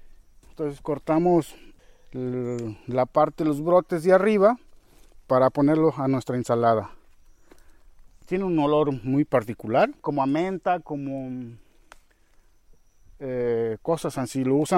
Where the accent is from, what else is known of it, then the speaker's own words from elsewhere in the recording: Boca de Chajul, Chiapas, Mexico; also born or lived in Guerrero; Yo básicamente aquí crecí.